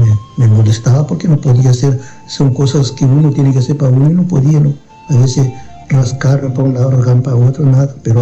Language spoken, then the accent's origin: Spanish; Artigas, Uruguay; Sí, soy de Artigas. Estoy viviendo en Artigas, pero soy de un pueblito de afuera de Artigas.